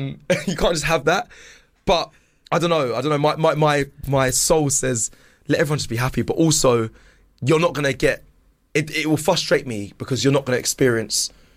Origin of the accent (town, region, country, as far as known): London, United Kingdom; born there; now in Surrey, United Kingdom